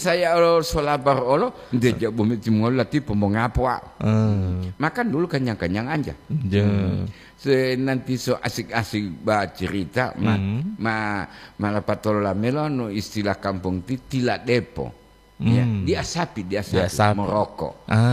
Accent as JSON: {"language": "Indonesian", "region": "Gorontalo", "country": "Indonesia", "tie": "born or raised there", "said": "saya jawab tadi Gorontalo. Saya asli Gorontalo."}